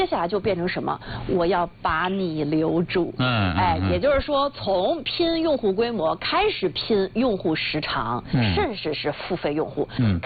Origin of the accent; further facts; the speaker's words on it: China; 我想跟大家回忆几个我们中国人非常熟悉的新东西，